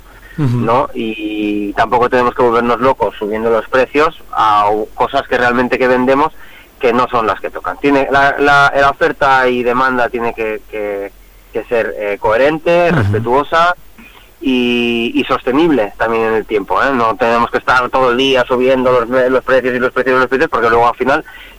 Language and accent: Spanish; Menorca, Balearic Islands, Spain; No, que soy de Menorca.